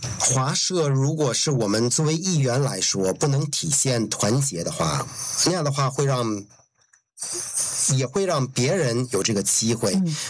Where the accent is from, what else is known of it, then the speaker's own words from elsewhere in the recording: New Zealand; 作为一个华裔的人来说，可能也是因为在新西兰长大的，对于新西兰系统也有一些了解